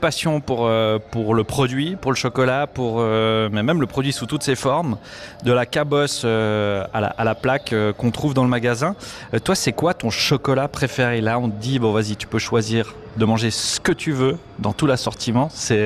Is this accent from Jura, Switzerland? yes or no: no; Broc, Fribourg, Switzerland; parce que j'ai grandi à côté de l'usine, je suis natif de Bro